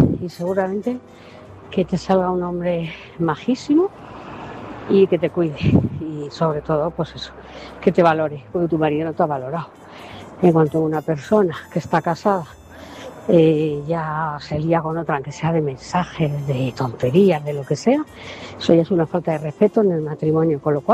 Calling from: Móstoles, Community of Madrid, Spain; soy cita de Móstoles.

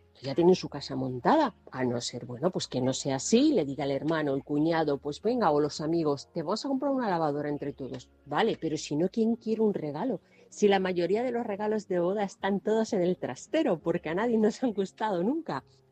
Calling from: Toledo, Castilla-La Mancha, Spain; de Toledo.

